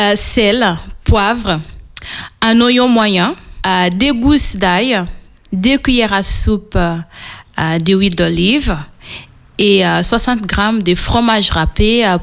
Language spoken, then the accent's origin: French; Portugal; French is a second language; also born or lived in São Tomé and Príncipe; non, je viens pas du Portugal, je viens de São Tomé et Príncipe. C'est mon pays d'origine.